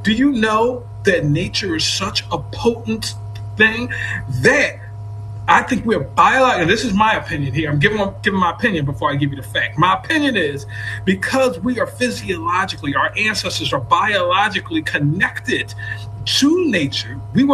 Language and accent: English; United States; moved away; And I am also from the Black Bottom. We just simply called it the Bottom when I was coming up. But I am also a product of the Bottom.